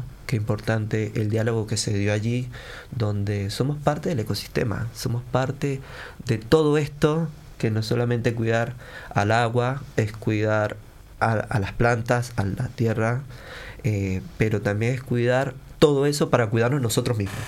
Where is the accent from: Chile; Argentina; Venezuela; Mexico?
Venezuela; now in Uruguay; yo soy oriundo de Venezuela, pero soy ciudadano legal uruguayo, con credencial cívica.